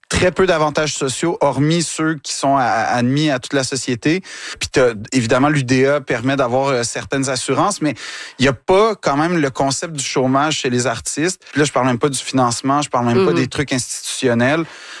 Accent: Quebec, Canada; Quand je dis que je suis Québécois jusqu'au bout des doigts, mais c'est je le sens à tous les jours.

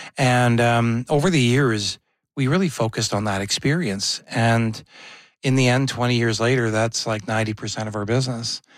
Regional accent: Fisher Branch, Manitoba, Canada; I'm from Fisher Branch. She's from Lundar. And so we're both from the North Interlake.

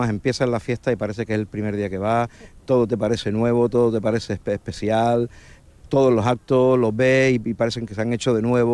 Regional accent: Málaga, Andalusia, Spain; moved away; Yo llegué de rebote porque yo no soy de aquí, yo soy de Málaga.

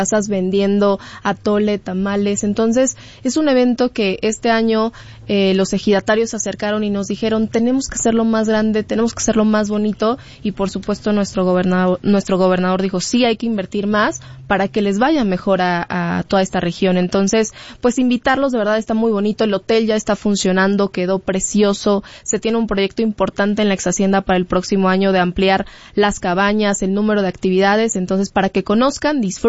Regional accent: Mexico; para nosotros como mexicanos

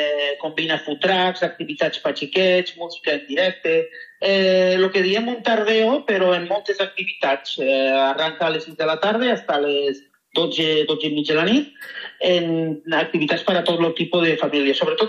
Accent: Rossell, Valencian Community, Spain; vam considerar que Rossell era un bon lloc, perquè nosaltres som de Rossell, per fer una miqueta de territori i de pertenència

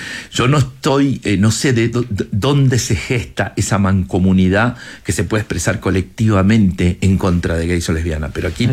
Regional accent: Chile; now in Argentina

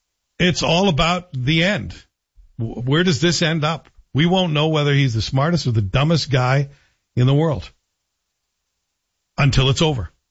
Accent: Canada; as a Canadian

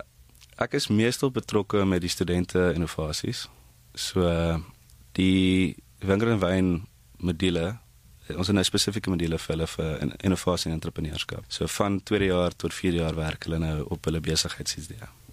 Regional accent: Pretoria, Gauteng, South Africa; In Pretoria. Dis op skool by Pretoria Boys High gewees. In die koshuis.

